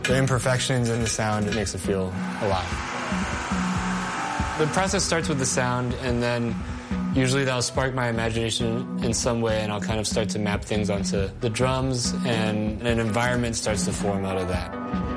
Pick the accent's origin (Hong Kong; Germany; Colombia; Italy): Hong Kong; also born or lived in New York; now in Dallas, United States; growing up in Hong Kong and then living in New York for 10 years, pretty much like two of the densest places you can live.